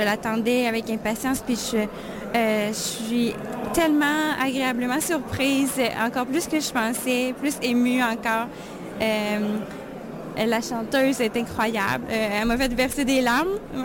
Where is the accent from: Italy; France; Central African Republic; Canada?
Canada; Quebec; De la région, oui. Je suis originaire de Bécomo-Mingan